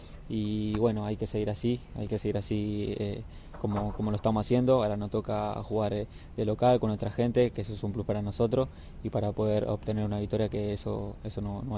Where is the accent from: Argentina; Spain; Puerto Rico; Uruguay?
Argentina; moved away as an adult; now in United States; se vive acá en Estados Unidos, que bueno, yo vengo de Argentina y es muy diferente